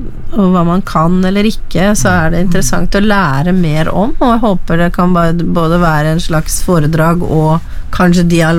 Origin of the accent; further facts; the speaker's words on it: Vestfold, Norway; moved away; Jeg kommer jo fra Vestfold og bjørnebær, skog rett ved siden av huset